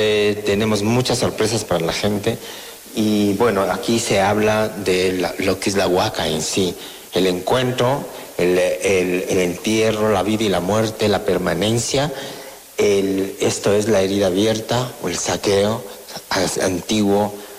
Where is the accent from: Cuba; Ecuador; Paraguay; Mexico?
Ecuador; como cultura y como seres andinos y ecuatorianos